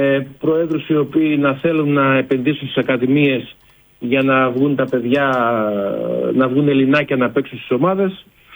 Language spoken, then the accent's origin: Greek; Peloponnese, Greece; Εγώ είμαι από την Αρκαδία.